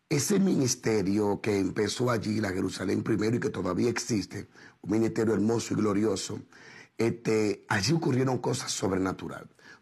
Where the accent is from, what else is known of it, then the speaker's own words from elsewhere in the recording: Dominican Republic; Dios utilizó de forma, pero muy sobrenatural en mi país, en República Dominicana. Y yo desde muchacho me sentaba a los pies a escuchar sus historias.